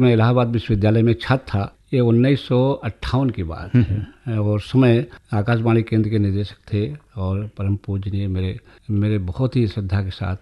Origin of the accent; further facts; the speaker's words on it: Amethi, Uttar Pradesh, India; मैं एक ऐसी जगह का जन्म लिया हूँ जहाँ हिंदी साहित्य का एक बहुत बड़ा साहित्यकार था, और हम अमेठी के रहने वाले हैं